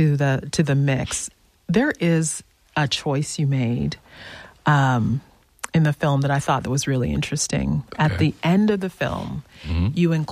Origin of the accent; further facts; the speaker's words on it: Jamaica; maybe it's just being Jamaican. We just think that way.